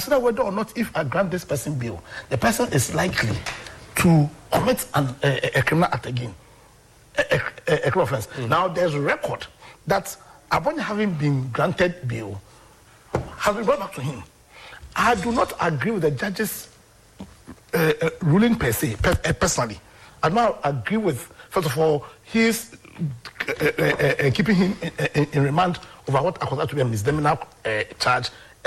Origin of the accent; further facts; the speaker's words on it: Ghana; I'm a Ghanaian.